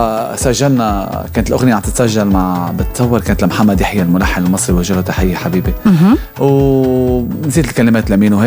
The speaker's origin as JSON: {"language": "Arabic", "country": "Tunisia", "said": "أنت لبناني وأنا تونسي"}